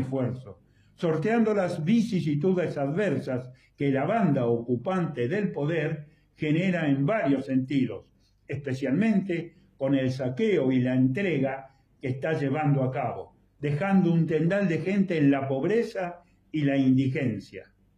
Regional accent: Argentina; En mi condición de argentino, que desde hace 28 años recibo el enorme cariño y la hermandad por sentirme abrazado como un cubano más

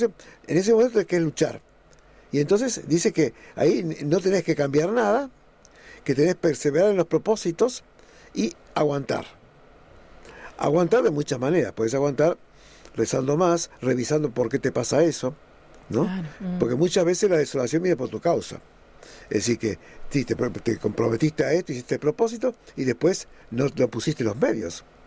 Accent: Argentina; como argentino nos ayuda mucho este tipo de experiencias

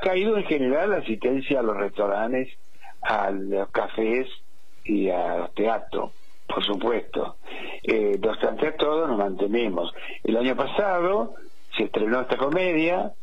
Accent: Argentina; moved away as an adult; also born or lived in Puerto Rico

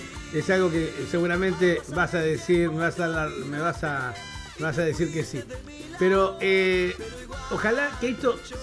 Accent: Argentina

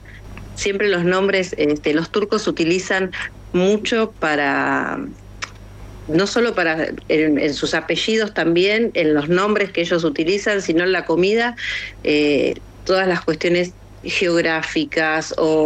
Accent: Argentina; Como en Argentina nos reunimos a tomar mate

